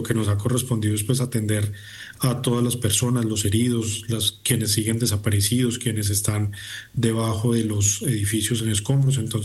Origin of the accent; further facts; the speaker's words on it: Coffee Axis, Colombia; now in Cali, Colombia; el eje cafetero, es la suma de tres departamentos, Caldas, Risaralda y Quindío, de donde soy yo